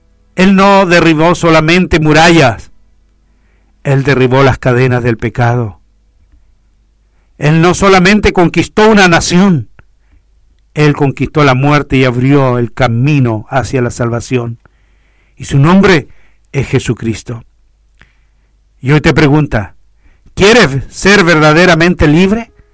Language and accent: Spanish; Chile; Y está bien, debemos hacerlo, porque somos chilenos.